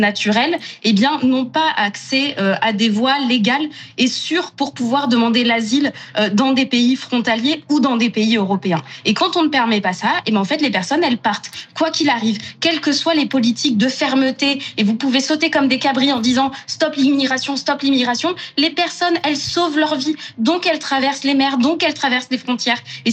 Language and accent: French; Nouvelle-Aquitaine, France; Moi, j'ai grandi en Gironde.